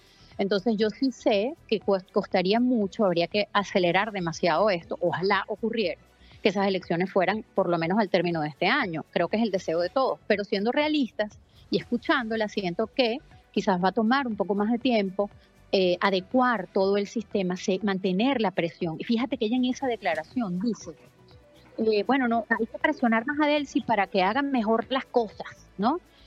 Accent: Venezuela

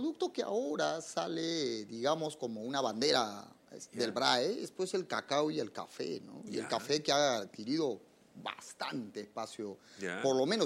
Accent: Ayacucho, Peru; Ayacucho es mi tierra. Yo vivo allá, es parte de mi vida, es allá.

